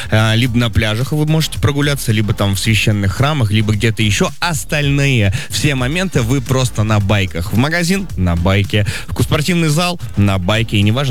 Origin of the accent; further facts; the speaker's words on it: Russia; Я говорю, из России.